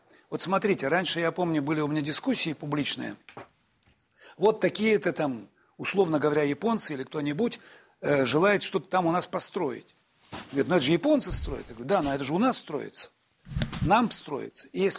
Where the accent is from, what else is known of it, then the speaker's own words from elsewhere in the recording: Perm, Perm Krai, Russia; moved away as an adult; now in Moscow, Russia; я вот сам родом из Перми, это моя родина малая, я живу там на самом деле, я в Москве на временной прописке с конца 70-х годов, но прописан-то я постоянно в городе Перми, городе трудовой доблести.